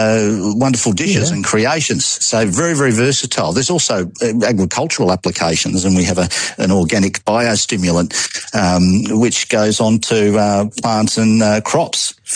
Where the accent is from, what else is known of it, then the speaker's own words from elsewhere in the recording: Australia; I'm an Australian.